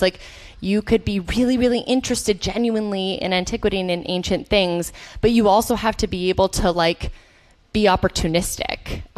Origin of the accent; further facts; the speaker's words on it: Chicago, Illinois, United States; so I'm from Chicago originally. I came to undergrad at Tufts in 2006